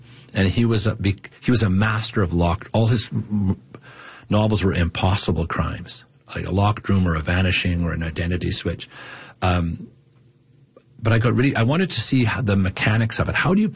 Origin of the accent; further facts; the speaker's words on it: Fort Vermilion, Alberta, Canada; So I grew up in Fort Vermilion. So I was born and raised. It's kind of between High Level and Fort Chipewyan. It's about 700 people.